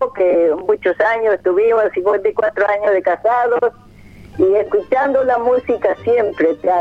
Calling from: Lanús, Buenos Aires Province, Argentina; de acá de Lanús.

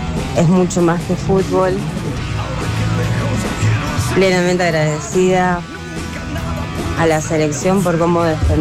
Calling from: Argentina; de Villa Bernardo Orgales, Secretaría de Cultura.

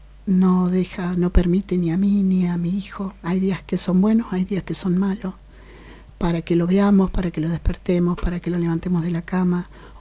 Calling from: Neuquén, Argentina; Yo vivo en Neuquén

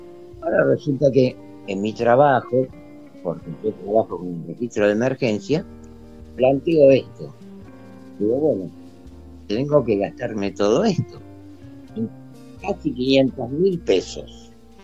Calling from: Quilmes, Buenos Aires Province, Argentina; yo soy de acá de Quilmes

